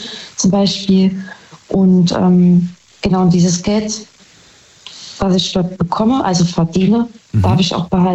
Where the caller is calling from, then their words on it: Saarbrücken, Saarland, Germany; Saarbrücken.